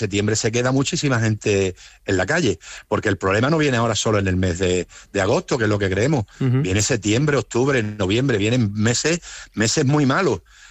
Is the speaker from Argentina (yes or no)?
no; Spain; Porque somos españoles, pero somos españoles de una calidad de primera. Ya quisieran muchos de los peninsulares ser de la calidad de españoles que somos nosotros, porque nosotros vamos a luchar por nuestra tierra.